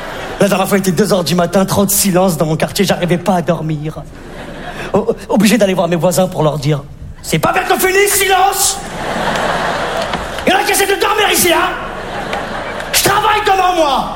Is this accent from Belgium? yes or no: no; Trappes, Île-de-France, France; born there; moved away as an adult; now in Paris, France; J'ai passé 20 ans à Trappe.